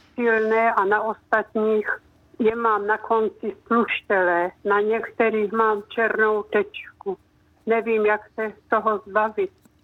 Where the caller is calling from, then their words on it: Olomouc Region, Czechia; Dobrý den, paní doktorko, jsem posluchačka z Prostějovska.